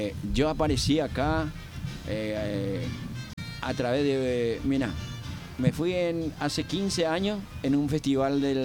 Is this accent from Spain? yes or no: no; Paraguay; also born or lived in Argentina; mi mamá iteña, mi papá luqueño. Yo nací en la Argentina, pero soy más paraguayo que argentino. Crecí acá, me crié ahí por, ¿cómo es? Pozo Azul, sí, Pozo Azul